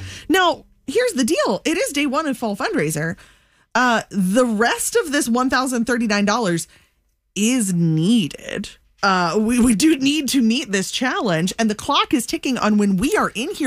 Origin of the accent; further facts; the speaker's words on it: Severn, Maryland, United States; Star in Severn, which I grew up in Severn, so that's how I say it.